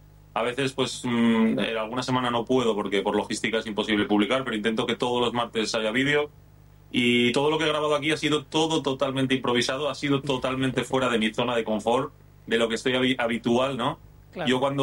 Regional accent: Candás, Asturias, Spain; Yo soy de Asturias, de un pueblecito que se llama Candás, en la costa. En la costa del norte de España.

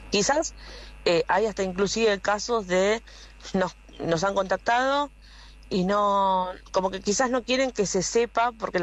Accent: Argentina; es un problema que lo tenemos que sacar juntos como argentinos.

